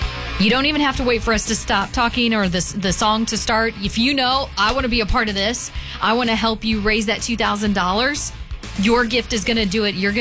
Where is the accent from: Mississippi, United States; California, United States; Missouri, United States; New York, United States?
Missouri, United States; I'm originally from Missouri.